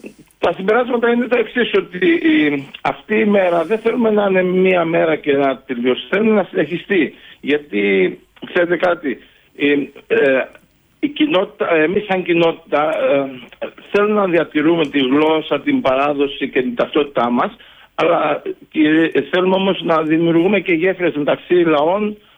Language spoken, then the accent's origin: Greek; Greece; now in Berlin, Germany; Δείξαμε σαν Έλληνες ότι είμαστε εκεί